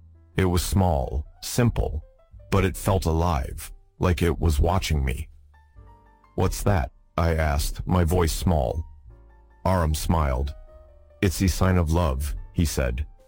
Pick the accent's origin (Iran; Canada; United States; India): Iran; Bandar Bushehr, Bushehr Province; I was born in 1958 in Bandar Bushehr, a dusty port city by the Persian Gulf. The air always smelled of salt and fish, and the sun burned so hot you could feel it through your sandals.